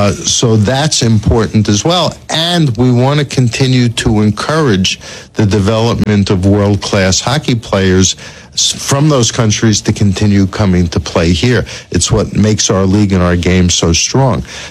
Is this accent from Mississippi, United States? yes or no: no; New York, United States; born or raised there